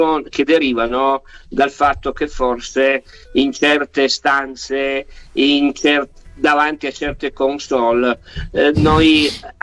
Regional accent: Turin, Piedmont, Italy; io che sono torinese e che allo stadio comunale ci sono cresciuto

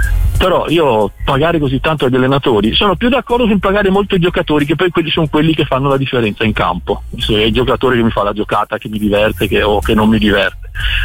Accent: Catanzaro, Calabria, Italy; born there; Io sono nato a Catanzaro, ma non ho mai vissuto a Catanzaro.

